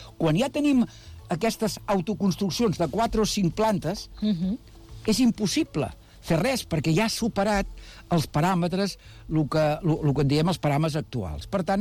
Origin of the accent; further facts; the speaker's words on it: Badalona, Catalonia, Spain; però com a badaloní i la gent de Canyet no podrà regar els horts